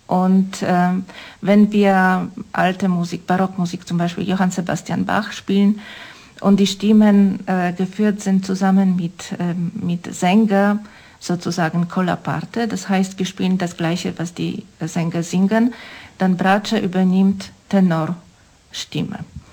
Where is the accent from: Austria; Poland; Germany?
Poland; German is a second language; moved away; weil ich aus Polen komme, wir haben oft darüber geredet, dass man sehr, sehr oft die Länder bezeichnet als Osteuropa, aber eigentlich sind wir in der Mitte